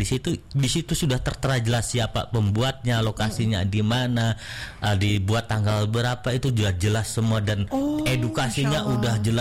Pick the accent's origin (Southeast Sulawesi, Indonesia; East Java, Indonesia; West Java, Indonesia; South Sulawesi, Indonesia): West Java, Indonesia; Cirebon; bangga kami sebagai warga Cirebon